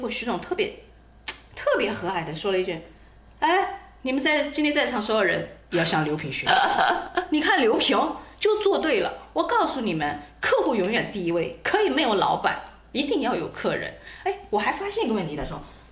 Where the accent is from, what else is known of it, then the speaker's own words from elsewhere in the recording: Jiangsu, China; 然后你知道我是江苏人，然后我们这边的女孩子就像人家会说台湾女孩子很温柔